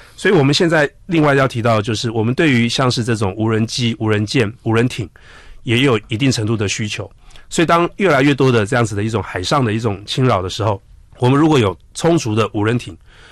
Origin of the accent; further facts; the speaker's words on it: Taiwan; 我们台湾人身上